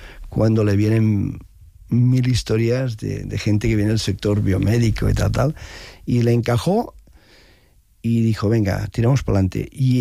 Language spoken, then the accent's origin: Spanish; Arenys de Mar, Catalonia, Spain; Y hubo una coincidencia muy bonita, que soy de Arenys de Mar.